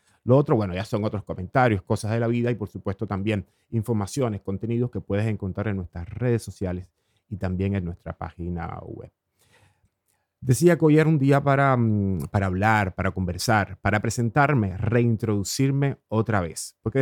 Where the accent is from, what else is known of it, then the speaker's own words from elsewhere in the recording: Cuba; moved away; Finalmente tuve que regresar a Cuba. He pasado un año en mi país. He regresado hace muy poco tiempo